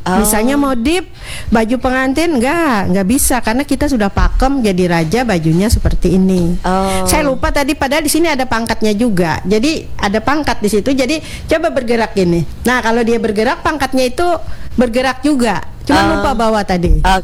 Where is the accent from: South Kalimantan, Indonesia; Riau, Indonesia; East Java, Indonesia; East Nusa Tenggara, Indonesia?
South Kalimantan, Indonesia; Kita dari Hulu Sungai.